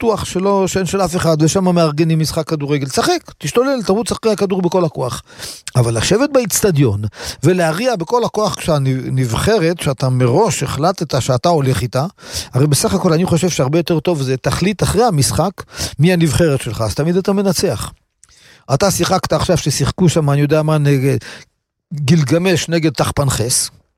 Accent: Kiryat Ata, Haifa District, Israel; בתור ילד, גרתי בכפר עטה.

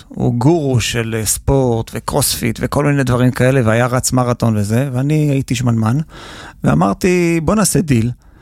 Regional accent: Ra'anana, Central District, Israel; כן, אז גדלתי ברעננה, בבית מסורתי, לא דתי בכלל.

